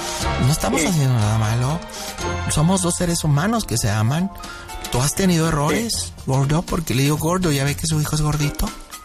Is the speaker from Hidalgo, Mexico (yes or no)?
no; Sonoyta, Sonora, Mexico; born there